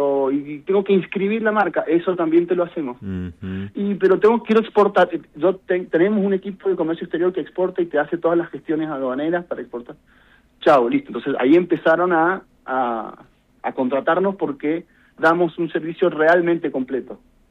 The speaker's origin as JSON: {"language": "Spanish", "region": "Mendoza", "country": "Argentina", "said": "Bueno, siendo mendocino, uno tampoco está tan lejos de eso, ¿no?"}